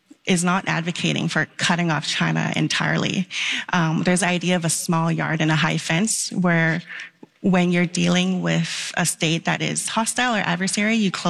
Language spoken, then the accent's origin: English; Canada; As a Canadian